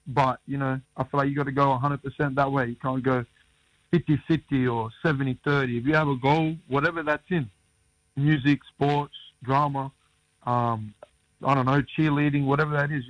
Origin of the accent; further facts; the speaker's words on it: Redfern, New South Wales, Australia; Obviously, growing up in Redfern in Sydney, footy, rugby league is the main sport.